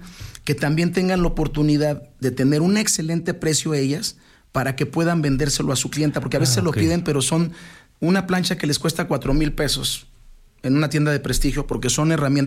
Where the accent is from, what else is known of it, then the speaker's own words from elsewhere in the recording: Aguascalientes, Mexico; nosotros somos de aquí de Aguascalientes.